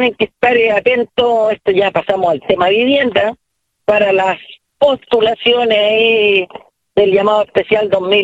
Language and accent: Spanish; Chile; somos chilenos, y como chilenos